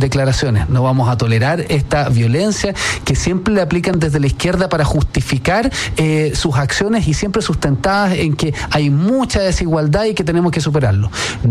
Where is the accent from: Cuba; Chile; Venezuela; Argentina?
Chile